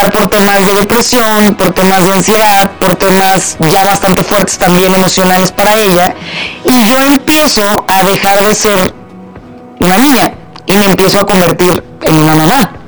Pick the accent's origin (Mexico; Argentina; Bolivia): Mexico; Celaya, Guanajuato; moved away as an adult; Yo nací en Celaya, Guanajuato. Ajá. Yo soy provinciana, orgullosa y me encanta mi ciudad. Salí de ahí a los 18 años por necesidad